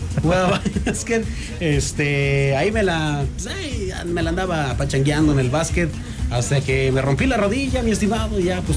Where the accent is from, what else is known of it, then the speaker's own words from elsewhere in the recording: Mexico; pues como mexicano obviamente me emocionan los juegos de la selección